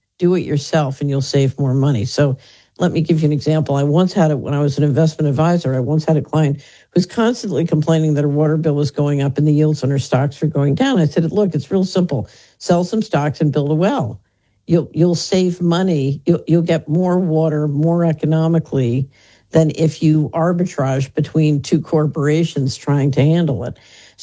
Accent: Philadelphia, Pennsylvania, United States; I grew up in West Philadelphia.

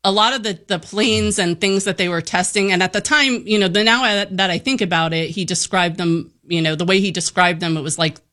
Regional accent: New York, United States; accent: New York; now in Orange, United States; When I moved out here, it was awful because I had my New York accent

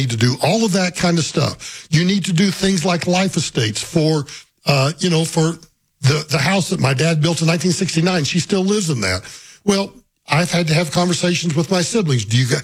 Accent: Liberal, Kansas, United States; born or raised there; now in Colorado, United States

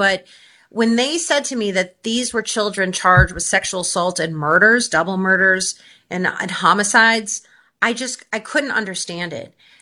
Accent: Chicago, Illinois, United States; I chose Chicago because it's my hometown

